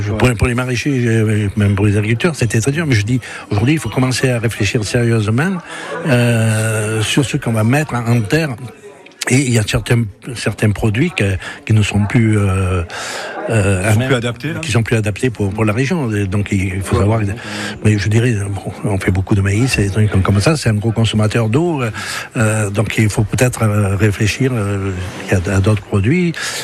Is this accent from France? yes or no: yes; Marsan, France; born there; Je suis né à Marsan, donc mes parents avaient une petite ferme.